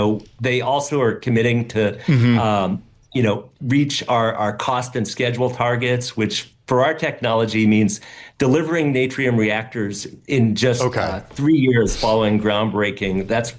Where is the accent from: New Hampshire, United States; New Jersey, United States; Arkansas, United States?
New Hampshire, United States; born or raised there